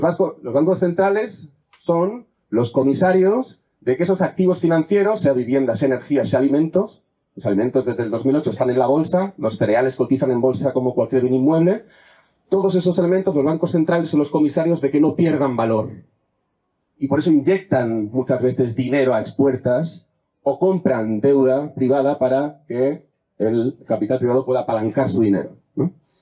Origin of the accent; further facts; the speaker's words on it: Catalonia, Spain; Yo vengo de Cataluña, para bien y para mal.